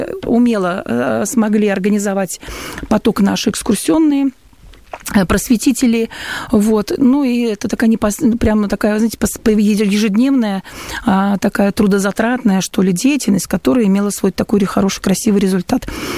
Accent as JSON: {"language": "Russian", "region": "Saint Petersburg", "country": "Russia", "moved": "yes", "said": "Я их, как питерская, заметила"}